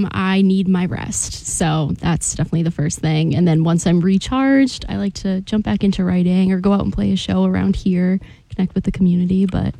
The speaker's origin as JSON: {"language": "English", "town": "Stow", "region": "Massachusetts", "country": "United States", "tie": "born or raised there", "said": "I grew up in Stowe, Massachusetts. Pretty small."}